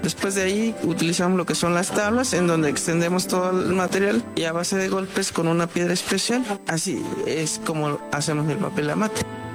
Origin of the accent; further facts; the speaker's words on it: Puebla, Mexico; Nosotros venimos de la Sierra Norte de Puebla, a los límites de Puebla e Hidalgo, y en nuestra comunidad nos dedicamos a hacer lo que es el papel amate.